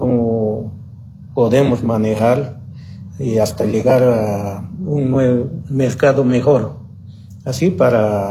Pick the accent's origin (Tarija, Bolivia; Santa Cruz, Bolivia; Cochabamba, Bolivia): Cochabamba, Bolivia; Ivirgarzama; moved away as an adult; also born or lived in Yungas, La Paz; Yo crecí aquí en Trópico, Ibigarzama, y solo radiqué un tiempo, un lapso de tiempo de 25 años allá en Yungas. Y ahora ya estoy también aquí otra vez, ¿no? Ya estoy como 2 años regresando